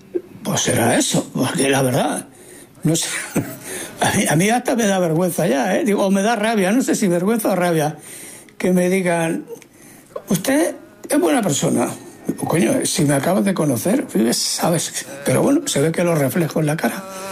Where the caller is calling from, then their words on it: Barcelona, Catalonia, Spain; Hola, Farero … de Barcelona.